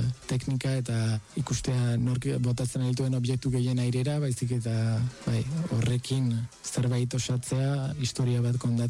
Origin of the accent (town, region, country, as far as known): Vitoria-Gasteiz, Basque Country, Spain; born or raised there